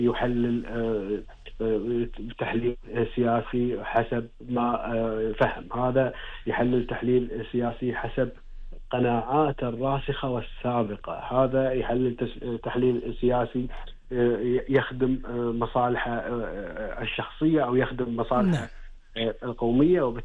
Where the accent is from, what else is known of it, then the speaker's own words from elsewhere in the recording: Kuwait; سردية خاصة فينا ككويتيين،